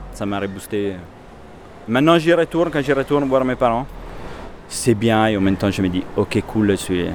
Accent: Milan, Lombardy, Italy; moved away as an adult; also born or lived in Paris / Angers / Belgium / Netherlands; now in Lyon, France; Et je viens de Milan, mais ça fait maintenant 13 ans que je suis parti.

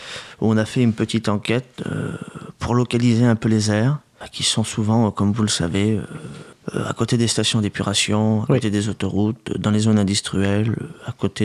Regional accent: France; parce que on est français avant tout. Moi, je suis voyageur, je suis en errance

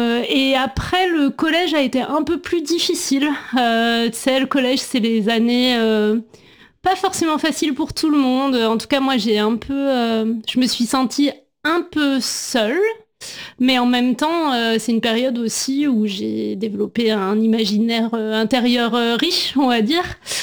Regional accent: Nantes, Pays de la Loire, France; j'ai grandi dans ce quartier-là dans lequel mes parents étaient arrivés quelques années avant ma naissance. Et puis en fait, je suis toujours restée à Nantes

